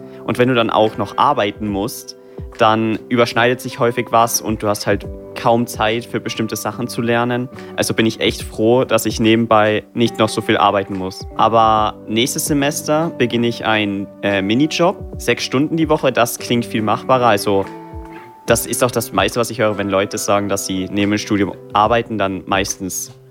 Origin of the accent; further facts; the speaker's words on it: Tyrol, Austria; moved away as an adult; now in Carinthia, Austria; ich komme ja aus Osttirol, aber ich studiere ja in Kärnten.